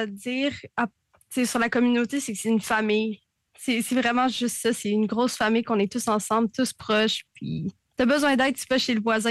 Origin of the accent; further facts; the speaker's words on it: Wendake, Quebec, Canada; en grandissant au Wendake, j'étais proche de tout le monde ici.